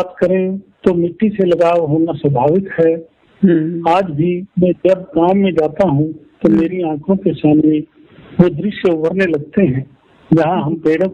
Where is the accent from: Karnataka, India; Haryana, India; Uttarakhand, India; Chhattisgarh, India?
Haryana, India; Adhomajra; now in Ambala, India; मेरा गांव अधोमाजरा है परंतु अब मैं अंबाला शहर में रहता हूँ।